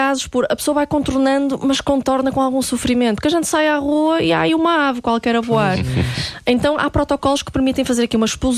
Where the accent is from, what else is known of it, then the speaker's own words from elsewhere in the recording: Porto, Norte, Portugal; que nós somos aqui do Norte, na Boa Vista